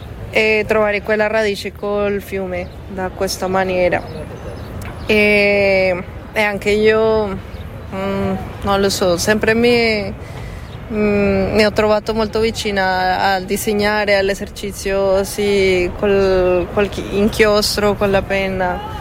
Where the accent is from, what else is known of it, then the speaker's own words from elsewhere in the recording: Bogotá, Bogotá Capital District, Colombia; Italian is a second language; moved away; essere nata a Bogotà ti rendere un po' lontana da quella connessione, perché è una città grandissima dove tutte le persone della Colombia arrivano da tanti luoghi diversi